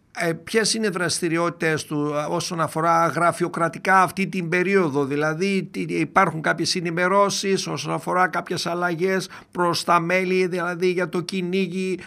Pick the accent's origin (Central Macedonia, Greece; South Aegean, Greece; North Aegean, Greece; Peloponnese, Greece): Central Macedonia, Greece; Kilkis; όπως εκεί στο χωριό μου, στο Κυλκής